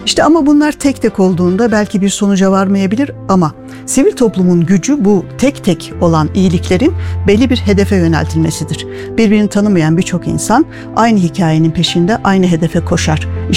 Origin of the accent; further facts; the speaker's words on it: Istanbul, Turkey; moved away as an adult; also born or lived in Trabzon; now in Kayseri, Turkey; Ben Trabzon'da doğdum, İstanbul'da büyüdüm, 37 yıldır Kayseri'de yaşıyorum. Kalabalık bir aileye doğdum.